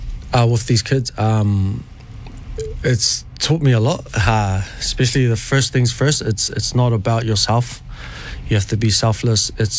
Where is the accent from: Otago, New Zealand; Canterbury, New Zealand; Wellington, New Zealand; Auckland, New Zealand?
Auckland, New Zealand; Grey Lynn; also born or lived in Niue; from Liku mo Hikutuvake. And half Nguyen, half Māori, grew up in Greyland.